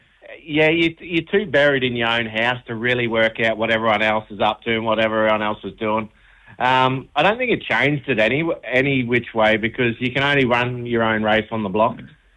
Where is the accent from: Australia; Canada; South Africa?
Australia; Queensland; moved away as an adult; now in Roxby Downs, Australia; we grew up in Far North Queensland.